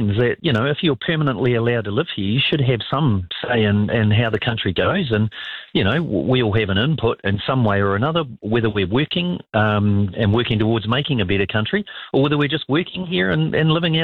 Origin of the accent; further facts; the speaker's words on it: New Zealand; When New Zealand's playing England, I'm always back in New Zealand. There's definitely, I'm Kiwi as far as I'm concerned.